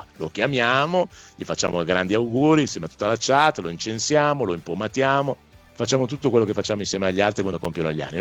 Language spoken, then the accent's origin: Italian; Quebec, Canada; Noi invece la vogliamo esaltare, io ed Yves, che siamo di Quebec.